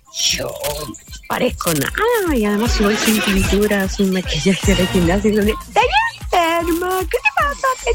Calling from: Temuco, Araucanía, Chile; te hablo desde Temuco.

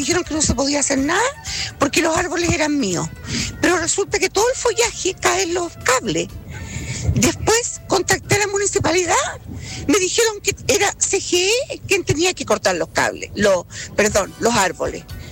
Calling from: Chile; llamo de Niágara.

